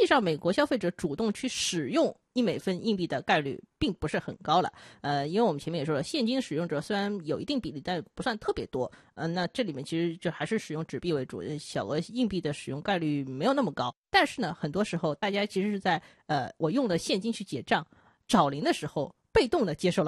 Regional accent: China; 我们中国人

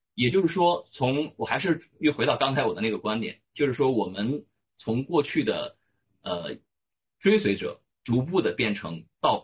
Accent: China

